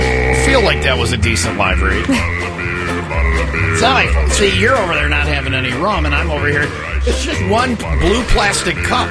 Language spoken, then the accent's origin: English; Nebraska, United States; Well, miss, I'm from Nebraska. Which one would you recommend?